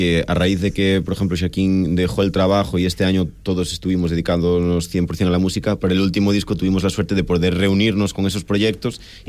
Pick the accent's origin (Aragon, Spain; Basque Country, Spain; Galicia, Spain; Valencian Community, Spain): Galicia, Spain; Muros; Pues como todos somos de Muros, ya nos conocíamos todos